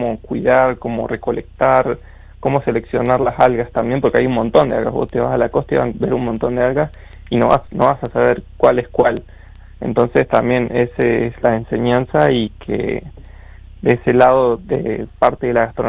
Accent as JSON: {"language": "Spanish", "town": "Puerto Deseado", "region": "Santa Cruz", "country": "Argentina", "also_born_or_lived": "Neuquén / Córdoba", "moved": "as an adult", "said": "soy de Puerto Deseado. Tengo 31 años"}